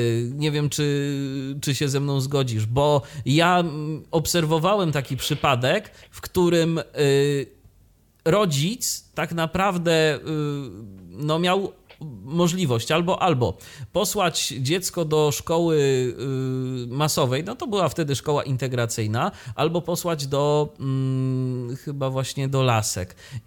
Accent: Iława, Warmian-Masurian Voivodeship, Poland; ja akurat jestem z Iławy, to jest miasto stosunkowo niewielkie

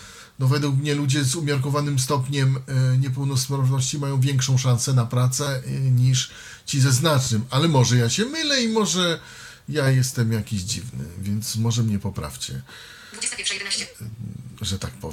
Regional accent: Podlaskie Voivodeship, Poland; ja jestem z podlaskiego.

